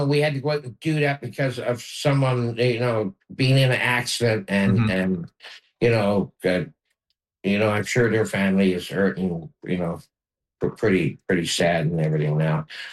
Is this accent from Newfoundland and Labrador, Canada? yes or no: yes; Newfoundland and Labrador, Canada; moved away; also born or lived in Ontario; Well, I think it's, you know, in our nature, I think, just being a Newfoundlander.